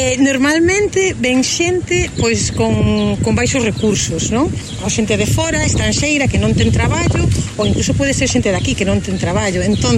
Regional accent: A Coruña, Galicia, Spain; Son galega, son da Coruña.

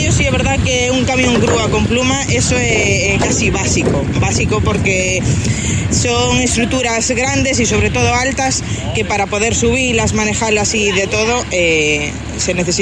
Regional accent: Xinzo de Limia, Galicia, Spain; Y pues sí, somos todos novos, de corta edad, prácticamente. Y somos de Pontarias, concretamente de Xinzo.

